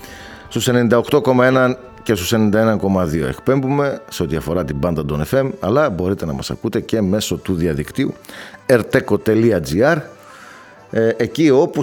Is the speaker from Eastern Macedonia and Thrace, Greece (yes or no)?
yes; Eastern Macedonia and Thrace, Greece; Είχαμε ως Θρακιώτες παλαιότερα επί πολλά χρόνια, 25 χρόνια, την Ξάνθη.